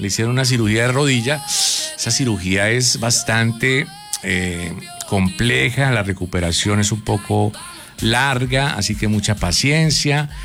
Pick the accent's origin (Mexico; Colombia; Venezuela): Colombia